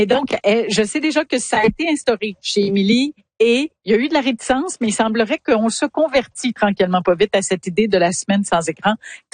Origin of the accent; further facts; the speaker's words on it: Nova Scotia, Canada; Je viens de la Nouvelle-Écosse.